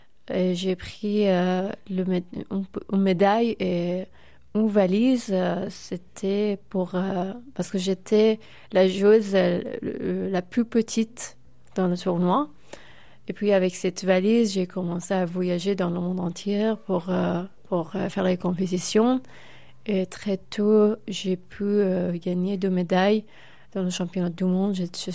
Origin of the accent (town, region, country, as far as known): Iran